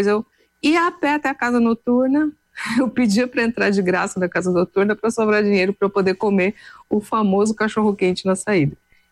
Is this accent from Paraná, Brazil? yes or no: no; Osasco, São Paulo, Brazil; Eu sou uma osasquense nata. É, nasci e cresci em Osasco